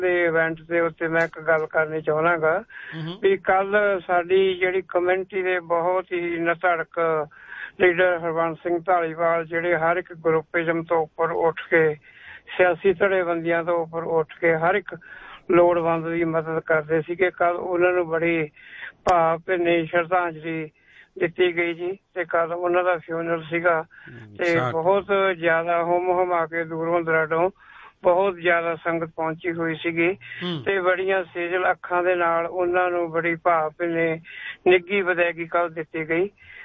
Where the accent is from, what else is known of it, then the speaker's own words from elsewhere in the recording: Punjab, India; moved away; ਸਾਡੇ ਅਸੀਂ ਪੰਜਾਬ ਤੋਂ ਆਏ ਆ, ਪੰਜਾਬ ਦੇ ਵਿੱਚ ਅਸੀਂ ਦੇਖਿਆ ਵੀ ਫ੍ਰੀ ਦੀ ਜਿਹੜੀਆਂ ਸਹੂਲਤਾਂ ਦਿੰਦੇ ਸੀਗੇ